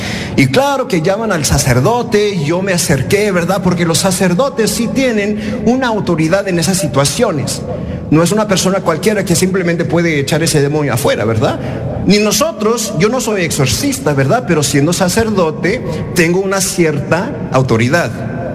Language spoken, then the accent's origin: Spanish; New York, United States; yo vengo de Nueva York